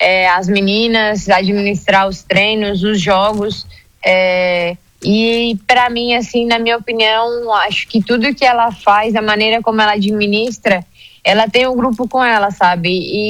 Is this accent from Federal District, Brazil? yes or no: no; Rio Fortuna, Santa Catarina, Brazil; moved away as an adult; now in Goiás, Brazil; Não, eu moro próximo. Eu sou de Rio Fortuna, mas eu moro ali em Laguna, sabe?